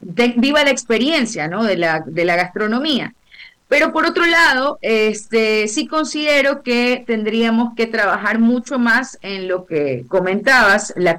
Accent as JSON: {"language": "Spanish", "region": "Manabí", "country": "Ecuador"}